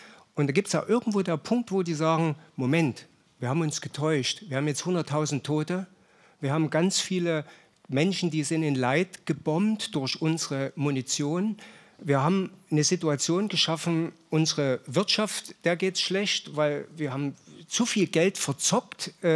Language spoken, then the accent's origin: German; Großostheim, Bavaria, Germany; Ich komme aus Großostheim in der Nähe von Aschaffenburg. Vom Dialekt her hört man vielleicht, dass ich Markstadt gebürtig bin.